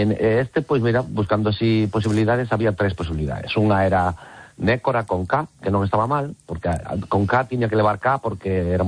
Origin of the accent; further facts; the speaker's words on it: Galicia, Spain; Somos galegos